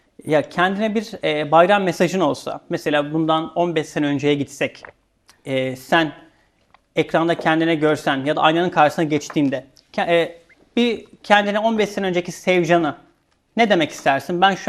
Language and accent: Turkish; Denizli, Turkey; bizim biliyorsunuz Denizli'nin kalesi meşhurdur. Kale baklavası deriz biz.